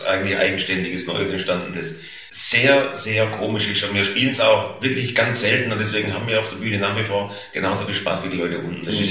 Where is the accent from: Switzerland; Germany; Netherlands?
Germany; Stuttgart, Baden-Württemberg; accent: Swabian; ja, ich komme aus Stuttgart, spreche aber Oxford-Schwäbisch